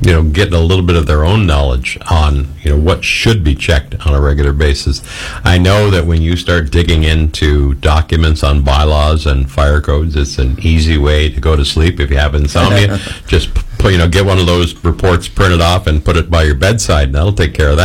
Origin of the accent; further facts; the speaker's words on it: Carleton Place, Ontario, Canada; my hometown in Carlton Place